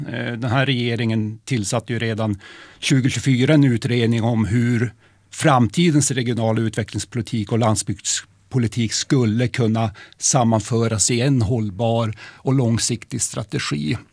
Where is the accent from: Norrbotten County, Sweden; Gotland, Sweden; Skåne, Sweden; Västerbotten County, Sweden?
Norrbotten County, Sweden; är ju inte från någon av de stora städerna i Sverige, varken Stockholm, Malmö eller Göteborg, utan jag är ju från Norrbotten, uppvuxen i Norrbotten, bosatt i Norrbotten och lever ju där.